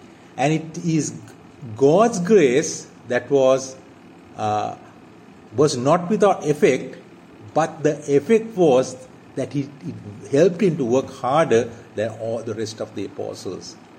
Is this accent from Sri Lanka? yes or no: yes; Colombo, Western Province, Sri Lanka; I am from Sri Lanka. The congregation that I belong to is in Colombo, Sri Lanka.